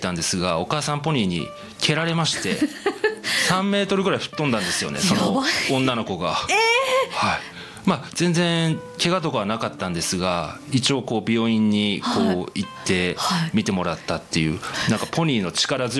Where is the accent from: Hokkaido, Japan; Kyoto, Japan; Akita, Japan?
Hokkaido, Japan; Sapporo; 私はですね、札幌出身で、札幌の北区に住んでいたんですけれども、